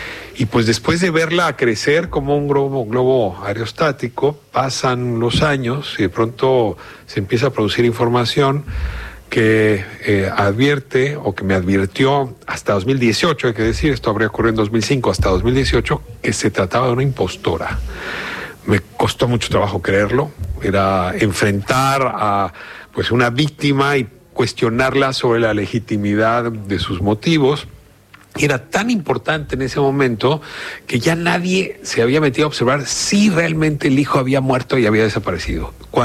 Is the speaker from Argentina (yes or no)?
no; Mexico; con un libro que se publicó el año pasado en mi país, en México